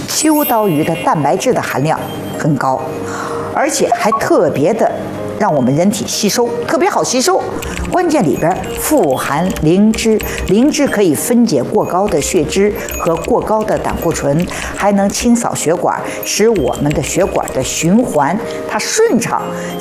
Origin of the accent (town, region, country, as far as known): China